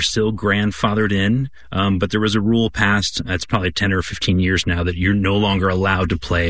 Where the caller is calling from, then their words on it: Arlington, Virginia, United States; Hello, Guy and Chris. … I'm calling in from Arlington, Virginia.